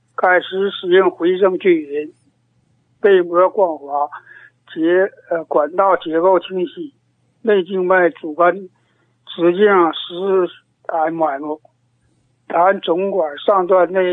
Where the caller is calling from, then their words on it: Dalian, Liaoning, China; 哎，我是大连的。